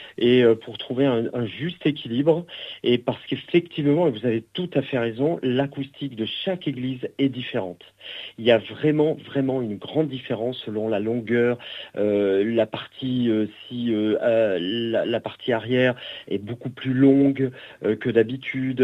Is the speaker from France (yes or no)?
yes; South-West France, France; also born or lived in Bordeaux; now in Avignon, France; j'étais du Sud-Ouest, hein, je suis natif du Sud-Ouest.